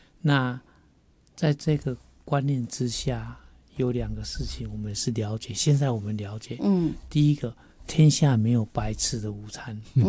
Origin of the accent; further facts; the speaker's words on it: Taiwan; 我们台湾人啊十个人住院啊那就有六七个人啊一定是住在医学中心